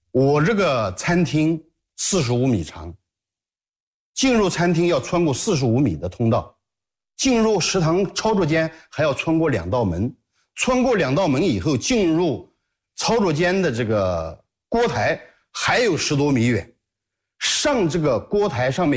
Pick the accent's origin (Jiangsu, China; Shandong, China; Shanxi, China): Jiangsu, China; 七月初是我们江苏这边的闷热天气